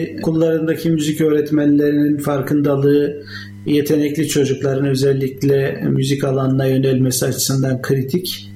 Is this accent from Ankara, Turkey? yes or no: yes; Ankara, Turkey; now in Konya, Turkey; Ben de doğma büyüme Ankaralıyım. Ankara benim de memleketim. Bir boyutuyla Ankara aşığıyım. Konya'da görevi yapsam da.